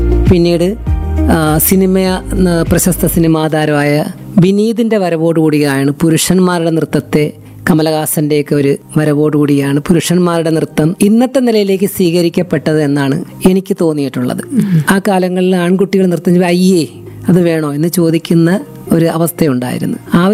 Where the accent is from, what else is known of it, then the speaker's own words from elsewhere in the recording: Nadakkal, Kerala, India; എന്റെ നാട് കല്ലുവാതുക്കലിന് അടുത്തുള്ള നടക്കൽ.